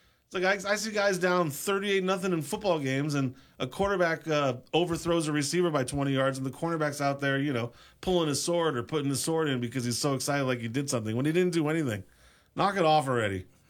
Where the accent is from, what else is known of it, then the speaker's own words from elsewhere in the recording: Honolulu, Hawaii, United States; you live in Hawaii Kai, you get that, you know, people like the stigma with money.